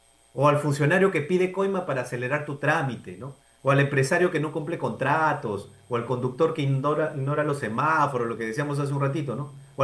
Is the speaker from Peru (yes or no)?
yes; Peru; nos ha hecho daño como sociedad peruana